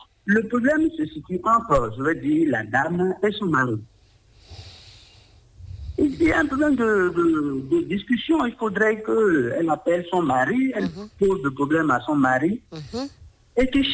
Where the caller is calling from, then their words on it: Benin; J'appelle de Rayé.